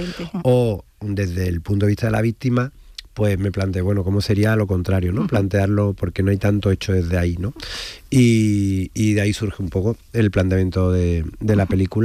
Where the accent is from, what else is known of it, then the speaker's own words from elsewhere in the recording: Seville, Andalusia, Spain; soy sevillano, uh-huh. Y he crecido justo enfrente de esos cines